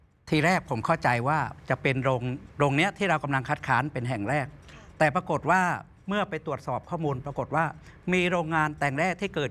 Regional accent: Kanchanaburi, Thailand; พวกเราเนี่ยเกิดโตที่นี่ลูกหลานเราก็ต้องใช้ชีวิตอยู่ที่นี่เรายังต้องใช้ทรัพยากรของจังหวัดกาญจนบุรี

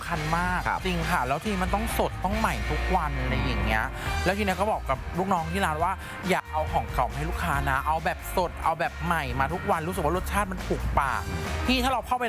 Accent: Isan, Thailand; เราเป็นคนอีสาน

